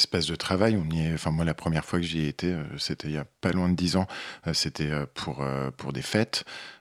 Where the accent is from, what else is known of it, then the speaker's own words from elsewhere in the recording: Paris, Île-de-France, France; tu avais tous les petits Parisiens comme moi qui arrivaient